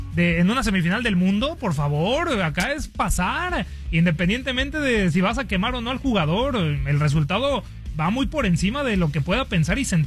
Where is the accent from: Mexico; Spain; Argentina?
Mexico; soy mexicano.